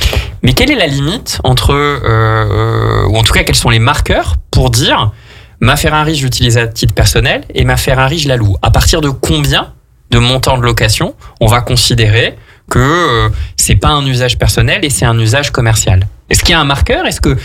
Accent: Grenoble, Auvergne-Rhône-Alpes, France; Et tu sais, Jean, que je suis grenoblois.

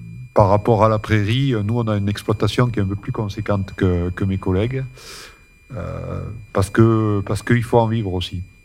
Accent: Usclades-et-Rieutord, Auvergne-Rhône-Alpes, France; je suis né ici, je suis né à Usklad. Et donc, du coup, depuis longtemps, depuis des siècles, on est sur ce territoire.

